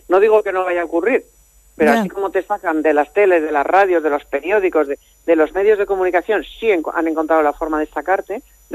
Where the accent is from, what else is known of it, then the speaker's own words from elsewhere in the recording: Spain; a mí me avergüenza como española